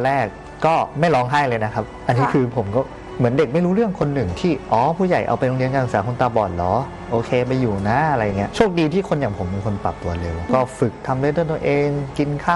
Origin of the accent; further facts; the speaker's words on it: Khon Kaen, Thailand; ผมนะครับเป็นคนจังหวัดขอนแก่น